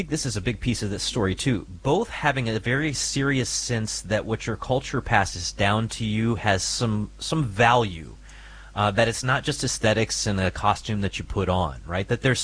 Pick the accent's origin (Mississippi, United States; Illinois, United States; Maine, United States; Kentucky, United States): Kentucky, United States; I'm like a white Anglo-Saxon Protestant from Kentucky.